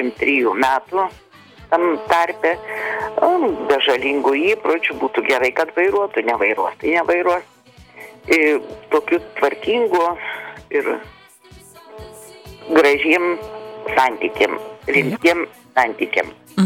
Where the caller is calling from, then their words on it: Kaunas, Kaunas County, Lithuania; Esu iš Kauno.